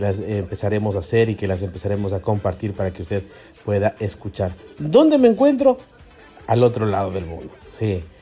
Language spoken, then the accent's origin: Spanish; Ecuador; soy el único yaminguito que estoy por acá, soy el único ecuatoriano